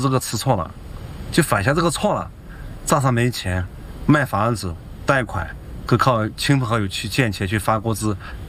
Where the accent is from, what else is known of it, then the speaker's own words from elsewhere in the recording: Yunnan, China; 我们的家乡的话，那个时候啊，是非常贫穷、非常落户的自然村。你要去到外面很难很难很难，从中才到县，到过县城，高中以后才来到那个大理。我的梦想是离开家乡到城市里面去工作。